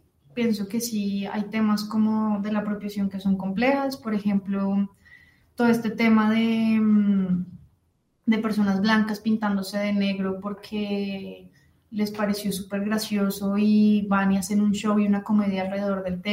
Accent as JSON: {"language": "Spanish", "country": "Colombia", "said": "me representa como colombiana"}